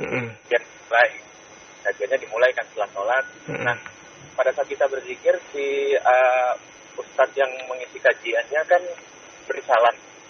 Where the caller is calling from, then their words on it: Jakarta, Indonesia; Ya, izin saya dari Jakarta.